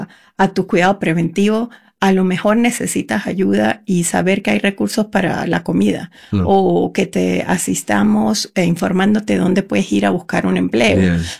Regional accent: Venezuela; now in Utah, United States; Venezolana.

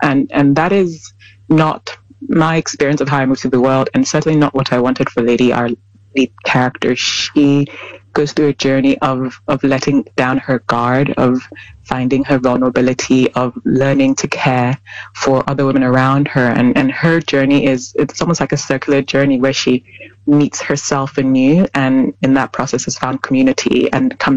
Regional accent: Lagos, Nigeria; I grew up in Lagos, and it's a city of 20 million people. I think the last statistic was that about 75% of the population is under 25. So it's young and youthful, and there's such a vibrance to the city.

